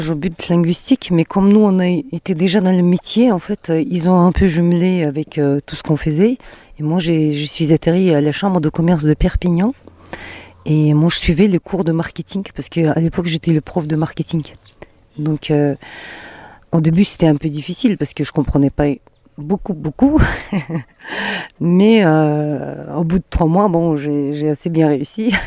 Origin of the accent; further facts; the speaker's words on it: Ulaanbaatar, Mongolia; French is a second language; Ouais, moi je suis née au Langue-Bator et puis ma famille elle habite au Langue-Bator. Donc je suis allée très peu à la campagne avant.